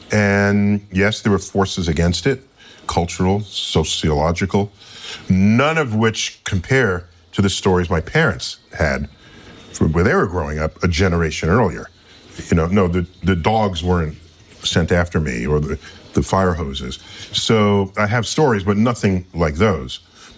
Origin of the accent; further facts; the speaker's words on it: New York City, New York, United States; And I grew up in the Bronx, so my first visit to the Hayden Planetarium, right here in Manhattan, when they dimmed the lights and the stars came out, I was like, wow.